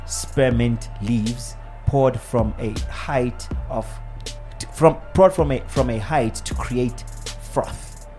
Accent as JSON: {"language": "English", "country": "South Africa", "said": "I'm only South African"}